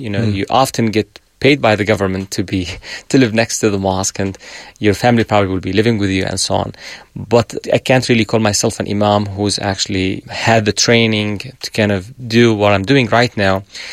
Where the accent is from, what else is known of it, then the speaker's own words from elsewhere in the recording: Jordan; Growing in the Middle East, I think Islam as a religion that's pretty much global, in the Middle East, is part of the culture.